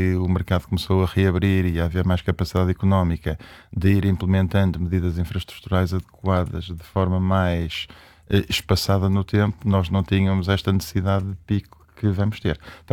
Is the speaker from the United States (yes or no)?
no; Braga, Norte, Portugal; porque eu sou de Braga